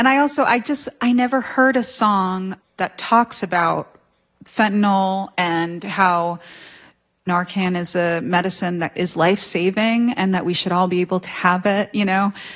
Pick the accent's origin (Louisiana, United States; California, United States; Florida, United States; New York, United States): New York, United States; New York City; growing up in New York City, I felt like you know I've lived in this place that everybody comes